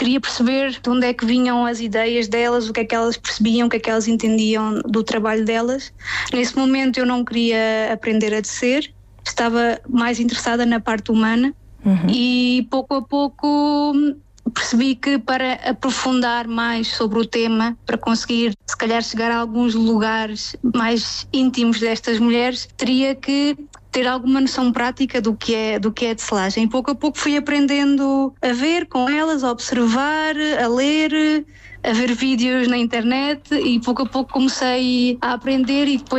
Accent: Castelo Branco, Centro, Portugal; na zona de onde eu sou, de Castelo Branco

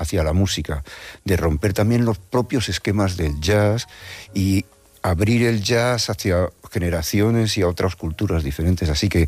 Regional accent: Madrid, Community of Madrid, Spain; born there; Sí, soy nacido en Madrid, cerca de Las Ventas.

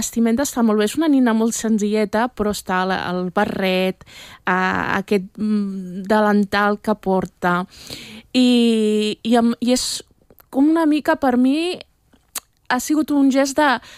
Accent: Catalonia, Spain; com a catalana

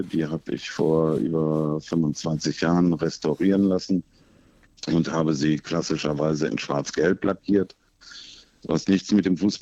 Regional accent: North Rhine-Westphalia, Germany; born or raised there

